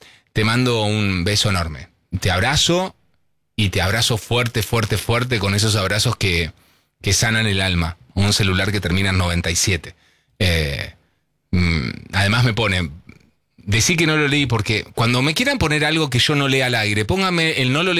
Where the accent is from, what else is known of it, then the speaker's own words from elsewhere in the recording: Salta, Argentina; Hola, soy … de Salta.